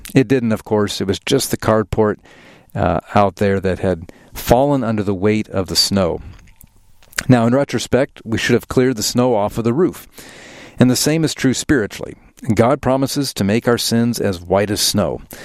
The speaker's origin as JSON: {"language": "English", "town": "Denver", "region": "Colorado", "country": "United States", "tie": "born or raised there", "said": "We grew up in Denver. I grew up in Denver."}